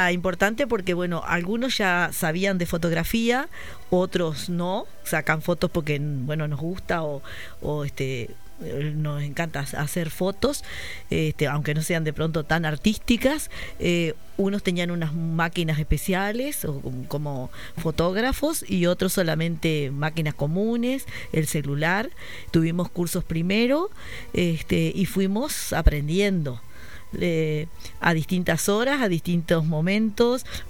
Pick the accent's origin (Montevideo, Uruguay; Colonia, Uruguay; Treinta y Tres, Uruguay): Colonia, Uruguay; Rosario; Como somos los rosarinos.